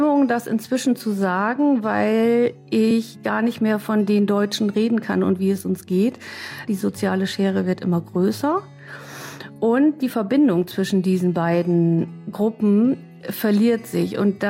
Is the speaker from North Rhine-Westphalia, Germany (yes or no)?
no; Hannover, Lower Saxony, Germany; Also ich fühle mich als Hannoveranerin, das habe ich bewusst entschieden und dieses Deutschland hingegen, das ist irgendwie so vage.